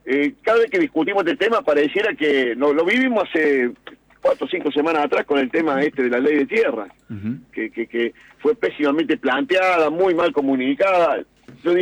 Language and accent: Spanish; Argentina; lo jodido que somos los argentinos.